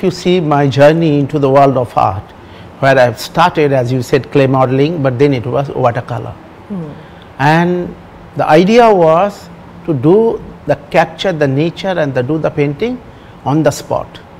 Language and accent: English; Tamluk, West Bengal, India; Where I was born and brought up in Tamluk, it is surrounded by water, water bodies, canal, rivers.